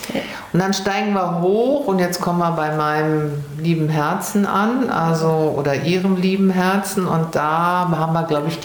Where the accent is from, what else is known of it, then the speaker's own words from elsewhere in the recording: Germerode, Hesse, Germany; Ich komme ja aus Germerode